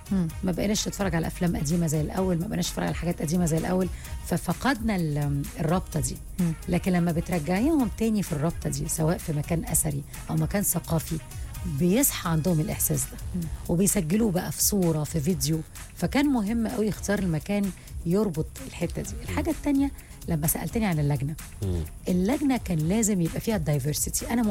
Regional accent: Egypt; بالهيريتج بتاعنا أو لجذورنا كمصريين.

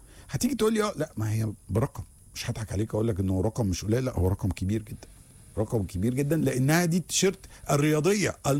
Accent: Egypt; انا مصري وزي الفل، مش عايش هنا اصلا، انا عايش في مصر

